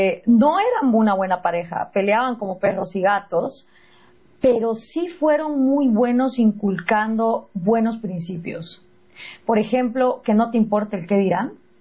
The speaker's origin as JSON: {"language": "Spanish", "country": "Guatemala", "tie": "born or raised there", "said": "yo crecí en Guatemala, en un país profundamente racista"}